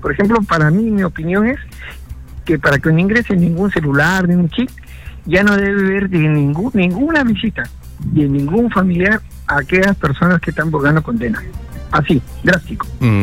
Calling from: Piura, Peru; yo hablo desde Piura

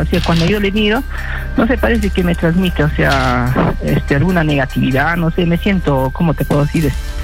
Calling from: Jauja, Junín, Peru; De Jauja.

